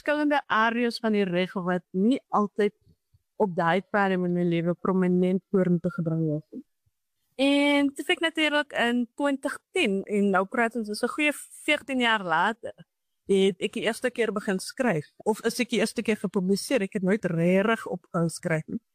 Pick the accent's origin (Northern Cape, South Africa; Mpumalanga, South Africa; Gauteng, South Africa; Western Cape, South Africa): Western Cape, South Africa; Grabouw; Ek het op Grabouw groot geword waar ek nou weer bly.